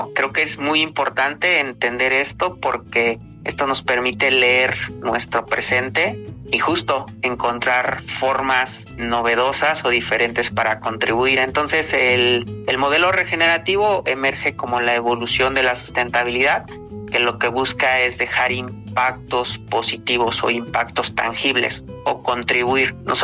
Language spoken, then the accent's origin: Spanish; Amanalco, State of Mexico, Mexico; Sí, yo soy de Amanalco, tengo 33 años. Soy de la comunidad de San Bartolo, del pueblo otomí. Bueno, en general, Amanalco es pueblo otomí.